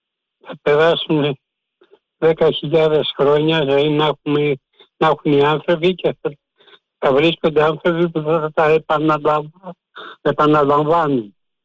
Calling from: Kallithea, Attica, Greece; από την Καλλιθέα.

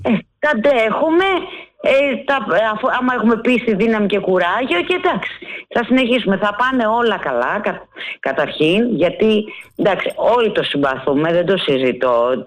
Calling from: Artemida, Attica, Greece; είμαι από Αρτέμιδα

